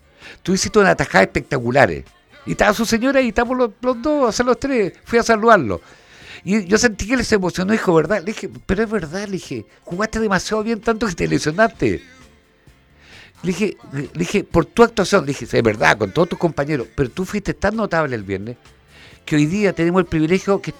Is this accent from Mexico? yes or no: no; Puerto Montt, Los Lagos, Chile; ayer yo me sentí muy orgulloso como puertomontino.